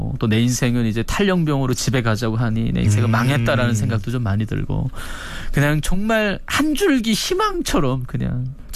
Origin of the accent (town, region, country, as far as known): North Korea; moved away as an adult; now in South Korea